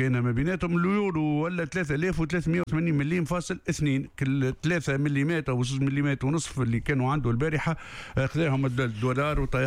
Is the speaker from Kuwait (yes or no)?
no; Tunisia; accent: Tunisian; بلهجتنا التونسيه